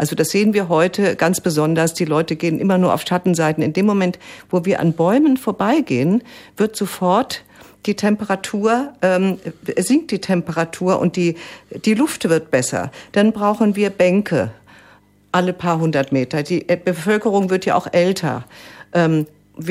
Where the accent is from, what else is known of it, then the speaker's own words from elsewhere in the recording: Frankfurt, Hesse, Germany; Also ich komme zum Beispiel aus Sachsenhausen, da sind verschiedene, da gibt es noch diese Struktur.